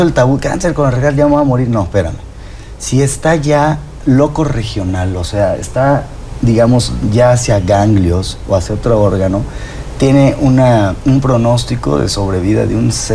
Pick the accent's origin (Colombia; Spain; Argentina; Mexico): Mexico; Nosotros que a veces también somos una comunidad mexicana